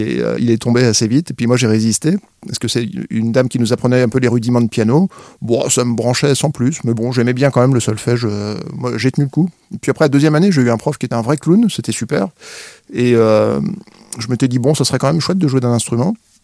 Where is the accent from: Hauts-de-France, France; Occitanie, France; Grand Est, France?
Grand Est, France; Lusigny-sur-Barse; Et je vivais à l'époque à Lusigny-sur-Barse.